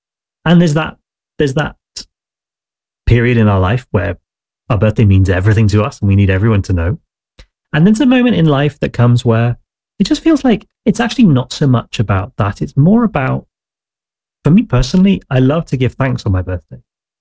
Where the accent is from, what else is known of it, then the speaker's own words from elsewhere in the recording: United Kingdom; I'm a Brit